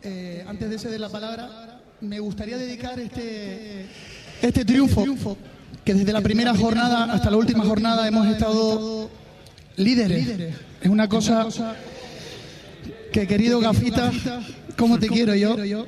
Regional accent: Tenerife, Canary Islands, Spain; somos canarios, somos tinerfeños

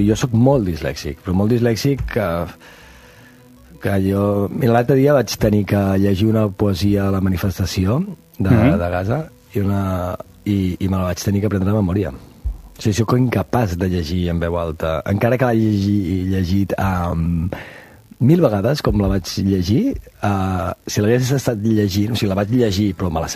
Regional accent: Verges, Catalonia, Spain; born or raised there

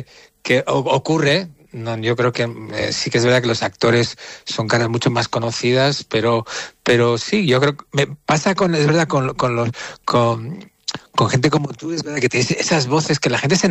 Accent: Bilbao, Basque Country, Spain; como soy de Bilbao

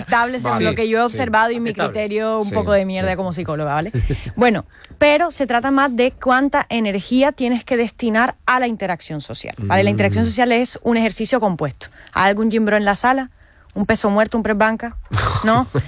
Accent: Caribbean Region, Colombia

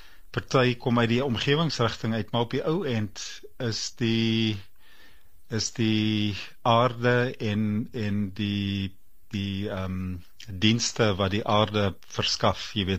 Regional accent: Komga, Eastern Cape, South Africa; moved away as an adult; also born or lived in Stellenbosch / United States; Ek het groot geword in die Oos-Kaap, 'n klein plekkie met die naam Komga.

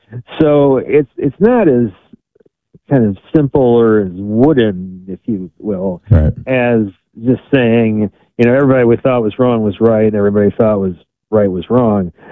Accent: Wisconsin, United States; My home state, Wisconsin, hasn't had the death penalty since sometime in the 1800s.

